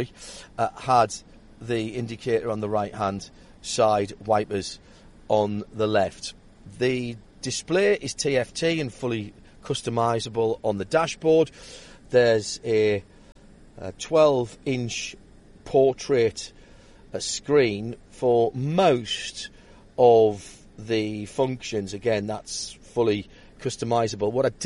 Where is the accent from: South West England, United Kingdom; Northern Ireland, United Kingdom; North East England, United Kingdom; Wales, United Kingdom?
North East England, United Kingdom; accent: northeastern; now in Australia; my northeastern accent.